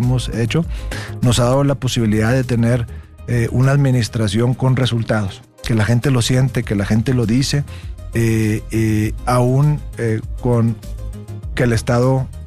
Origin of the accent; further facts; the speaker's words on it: Nuevo León, Mexico; born there; hay mucha gente que nacimos en Nuevo León